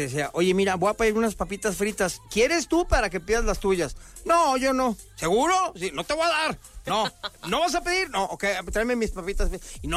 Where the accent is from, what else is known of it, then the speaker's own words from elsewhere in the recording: Guadalajara, Jalisco, Mexico; now in Mexico City, Mexico; Yo cuando llegué a la Ciudad de México, pues me llevé mi coche y yo bien acostumbrado, como buen tapatío